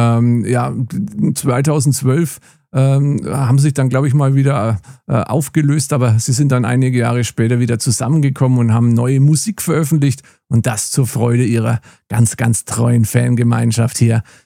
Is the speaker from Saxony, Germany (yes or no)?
no; Nuremberg, Bavaria, Germany; Und am 13.11. ist er in meiner Heimat, und zwar im Hirsch in Nürnberg.